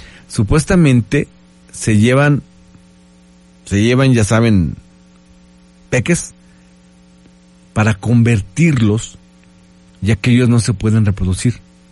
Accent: Puebla, Mexico; los que somos aquí de Puebla

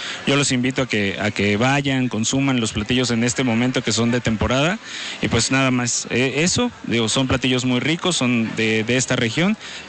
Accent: Veracruz, Mexico; now in Puebla, Mexico; Yo originariamente soy de Veracruz, pero ya llevo 10 años viviendo aquí en Puebla.

